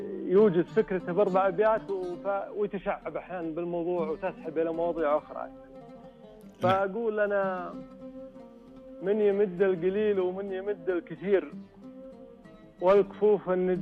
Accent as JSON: {"language": "Arabic", "region": "North", "country": "Saudi Arabia", "said": "حنا عندنا بالشمال طال عمرك فيها تكاتف اجتماعي، وتكاتف اجتماعي موجود بالمملكة كلها الحمد لله"}